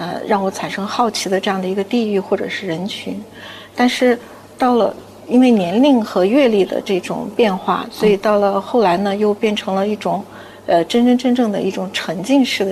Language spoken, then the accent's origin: Chinese; Turpan, Xinjiang, China; moved away as an adult; now in Urumqi, China; 当时我因为出生在吐鲁番啊